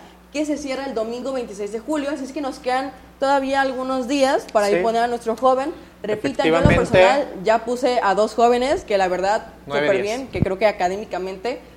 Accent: Nayarit, Mexico

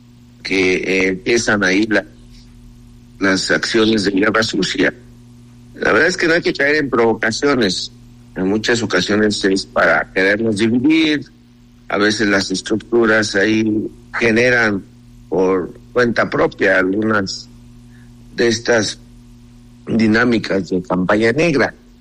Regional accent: Paracho, Michoacán, Mexico; Aunque soy originario de Paracho.

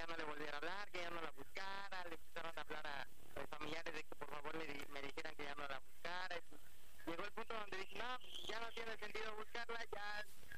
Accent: Xalapa, Veracruz, Mexico; llegó una ocasión donde, a pesar de cuenta de que yo soy de Jalapa, pero vine para mi santa.

